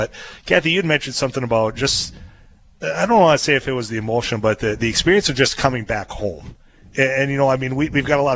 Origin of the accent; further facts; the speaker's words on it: Leeds, North Dakota, United States; growing up in Leeds